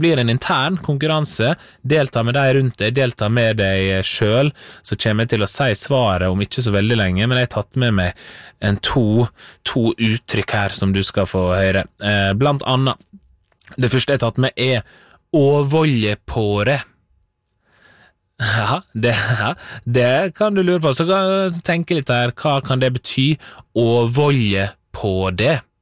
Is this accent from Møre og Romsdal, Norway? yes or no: yes; Møre og Romsdal, Norway; Fordi i disse dager så er jeg med på et spel her hjemme på Sunnmøre, og der bruker vi dette gamle orda og uttrykka fra Sunnmøre som en inspirasjon